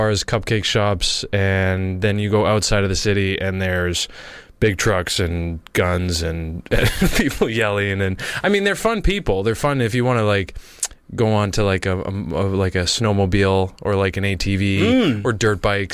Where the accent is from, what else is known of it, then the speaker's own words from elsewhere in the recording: Edmonton, Alberta, Canada; moved away; I'm from Edmonton, Alberta, which is like Midwest.